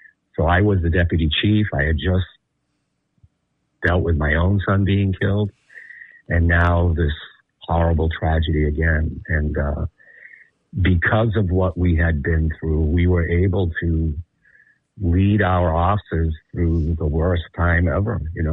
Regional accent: Massachusetts, United States; And I'm proud to be born and raised in Massachusetts.

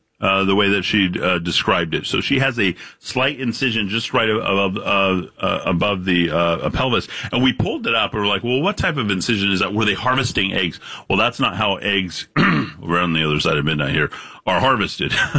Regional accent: New Mexico, United States; I know because I'm from New Mexico and that's where they have the draws for that type of thing.

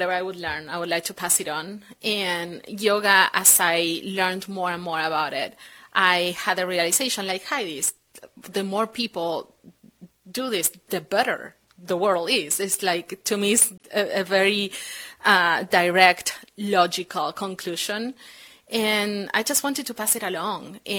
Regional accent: Buenos Aires, Argentina; moved away; I'm from Buenos Aires, a very nightlife culture

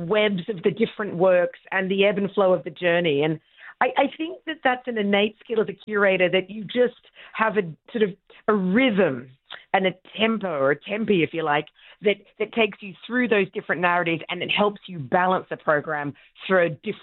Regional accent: Canada; we should be proud as a Canadian to really have this festival that can shine a light on the artists of this country

